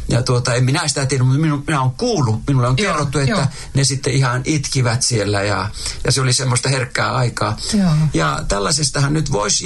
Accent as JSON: {"language": "Finnish", "town": "Kuopio", "region": "North Savo", "country": "Finland", "tie": "born or raised there", "also_born_or_lived": "Japan", "accent": "Savo", "moved": "yes", "said": "mun kotikaupunki on Kuopio."}